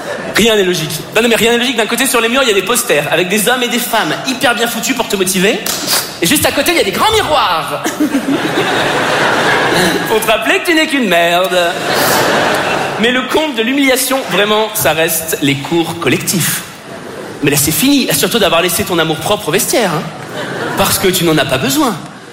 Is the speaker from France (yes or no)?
yes; Paris, Île-de-France, France; je suis parisien et superficiel